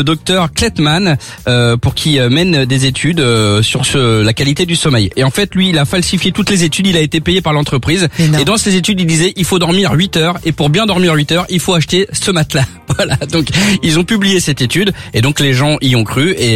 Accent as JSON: {"language": "French", "town": "Manchester", "region": "North West England", "country": "United Kingdom", "said": "Je viens de Manchester, donc forcément."}